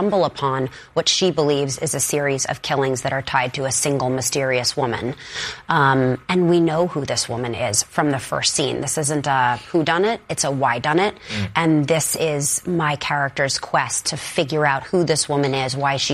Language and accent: English; New York City, New York, United States; Yes, and born and bred in New York.